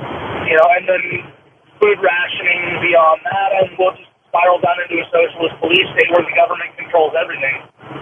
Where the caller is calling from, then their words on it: Oregon, United States; I'm a trucker from Oregon.